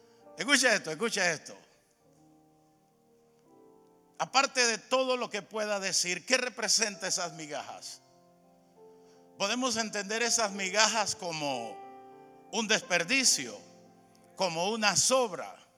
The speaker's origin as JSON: {"language": "Spanish", "country": "Panama", "moved": "as an adult", "said": "Soy panameño"}